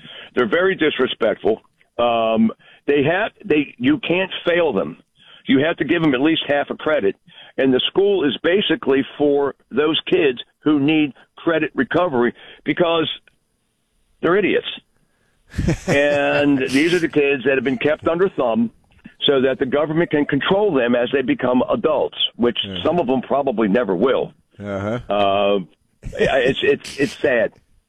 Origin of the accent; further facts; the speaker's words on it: Washington, District of Columbia, United States; Grew up in the Palisades, and I still live in the Palisades now. But, I mean, I've been all over the place. But, you know, home is home.